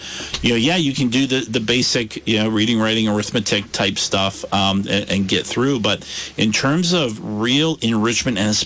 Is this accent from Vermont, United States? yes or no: yes; Brandon, Vermont, United States; I grew up in Brandon